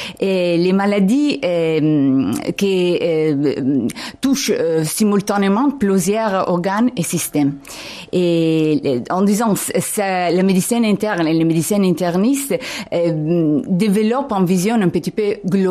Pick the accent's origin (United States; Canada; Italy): Italy; Oui, je suis italienne.